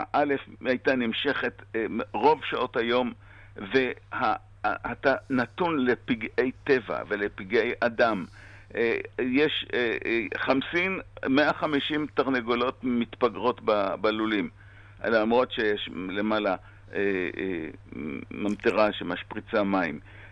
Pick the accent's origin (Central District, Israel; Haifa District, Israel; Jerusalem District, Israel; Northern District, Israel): Haifa District, Israel; Ein Iron; now in Tel Aviv, Israel; אני מאוד אוהב לגור בתל אביב. אני תמיד אומר שמי שנולד בעין עירון, כל מה שהוא רוצה זה או לגור בתל אביב או במנהטן.